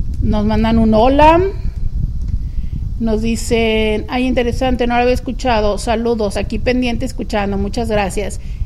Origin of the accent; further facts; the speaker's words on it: Mexico; Y ya sabes cómo somos los mexicanos, que somos bien, bien fans.